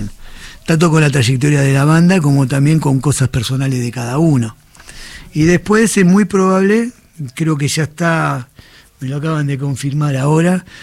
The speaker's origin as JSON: {"language": "Spanish", "country": "Argentina"}